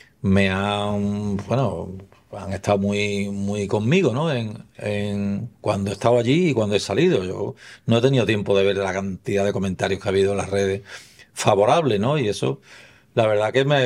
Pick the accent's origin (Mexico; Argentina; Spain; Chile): Spain; Yo soy una persona que como somos los españoles, que nos calentamos algunas veces